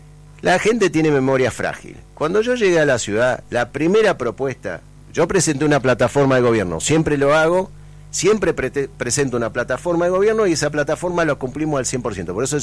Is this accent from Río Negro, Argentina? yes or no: yes; Balsa Las Perlas, Río Negro, Argentina; now in Neuquén, Argentina; Yo soy de Balsa Las Perlas. Yo soy intendente de la ciudad de Neuquén, no puedo llegar a Balsa Las Perlas.